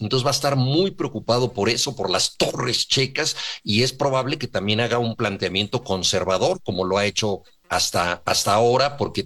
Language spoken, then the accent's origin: Spanish; Mexico; yo como buen mexicano